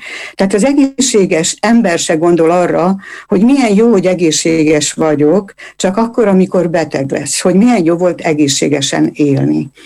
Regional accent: Štitáre, Nitra Region, Slovakia; born or raised there; first language Hungarian; moved away; also born or lived in Bratislava

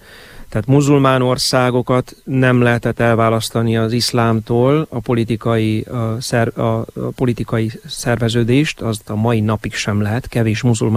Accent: Oradea, Bihor, Romania; Hát én, mint nagyváradi

